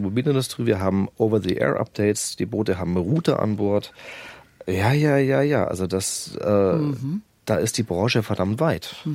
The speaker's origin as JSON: {"language": "German", "town": "Augsburg", "region": "Bavaria", "country": "Germany", "tie": "born or raised there", "said": "tatsächlich, gebürtig in Augsburg"}